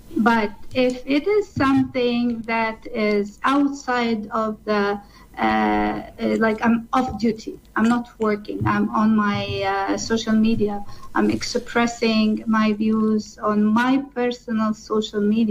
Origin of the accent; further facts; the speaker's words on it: Canada; I will not give up my rights, my freedom as a Canadian woman, as an engineer